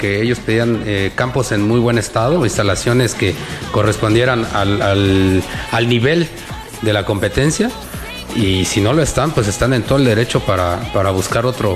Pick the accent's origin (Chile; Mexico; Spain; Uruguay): Mexico; No es un grito que la verdad nos orgullezca como mexicanos.